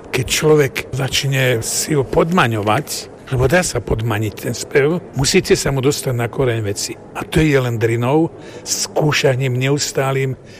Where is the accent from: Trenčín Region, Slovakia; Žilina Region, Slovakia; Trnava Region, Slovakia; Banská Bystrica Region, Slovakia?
Trenčín Region, Slovakia; also born or lived in Partizánske; ja som doma v rodnej obci, ja som sa narodil v Partizánskom, ale v Hornej si, kde sme žili, na dedine